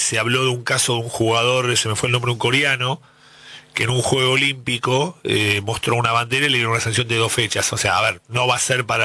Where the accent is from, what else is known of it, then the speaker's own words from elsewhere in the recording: Argentina; somos hincha de Boca y somos argentinos.